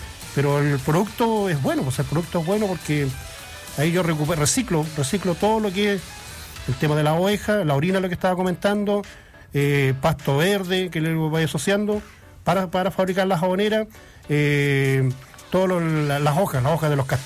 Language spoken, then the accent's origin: Spanish; Cholchol, Araucanía, Chile; soy de Santa Carolina, de la comuna de Cholchol, colindante con Galvarino.